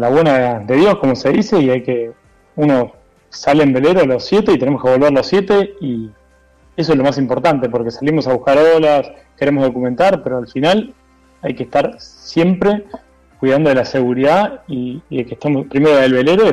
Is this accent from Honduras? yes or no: no; Buenos Aires Province, Argentina; De las afueras de Buenos Aires.